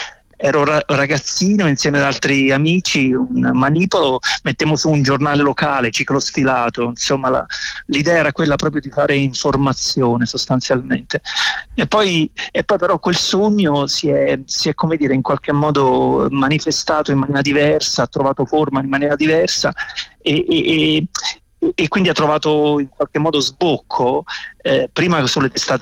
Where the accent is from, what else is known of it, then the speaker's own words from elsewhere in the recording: Torella del Sannio, Molise, Italy; Io sto bene, in questo momento sono in Molise, nella mia terra